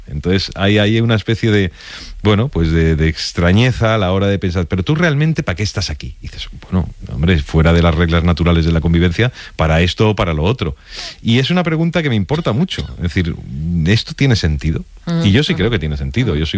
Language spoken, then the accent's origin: Spanish; Spain